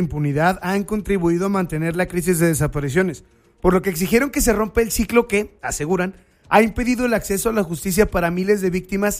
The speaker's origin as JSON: {"language": "Spanish", "country": "Mexico", "said": "uno como mexicano"}